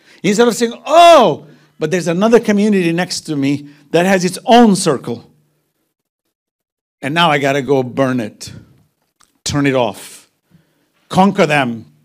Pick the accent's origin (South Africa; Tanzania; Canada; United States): Tanzania; Zanzibar; I come from Zanzibar. You know, 40 minutes down is Dar es Salaam.